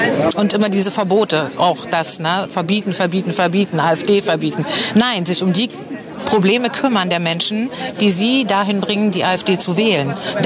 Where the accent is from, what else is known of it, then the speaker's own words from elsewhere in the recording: East Germany, Germany; born there; Ich bin ein Kind der DDR